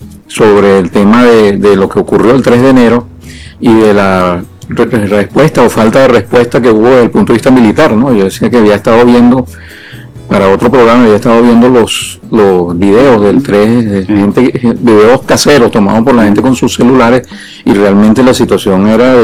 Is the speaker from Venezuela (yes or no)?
yes; Venezuela